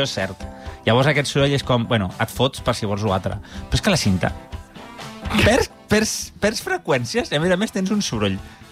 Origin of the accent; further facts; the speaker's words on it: Catalonia, Spain; Però com que som els catalans